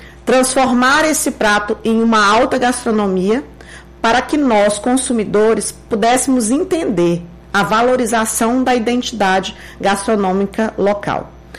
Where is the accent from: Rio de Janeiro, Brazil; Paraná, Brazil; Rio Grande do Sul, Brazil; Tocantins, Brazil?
Tocantins, Brazil; eu também sou nortista, sou do Tocantins